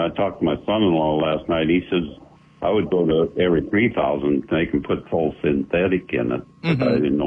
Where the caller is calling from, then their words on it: Menominee, Nebraska, United States; Menominee, Nebraska.